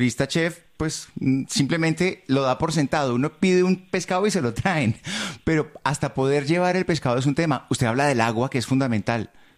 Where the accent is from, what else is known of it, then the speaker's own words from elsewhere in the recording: Colombia; Estuvimos en un paseo obligado para quienes crecimos en Colombia y es ir a Playa Blanca.